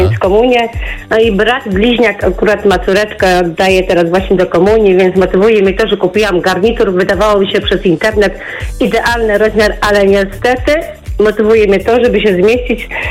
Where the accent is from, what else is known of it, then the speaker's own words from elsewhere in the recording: Kozienice, Masovian Voivodeship, Poland; Z Kozienic.